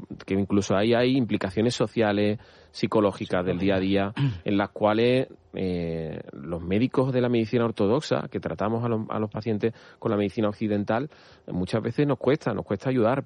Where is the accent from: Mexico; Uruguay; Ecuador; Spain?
Spain; Andalusia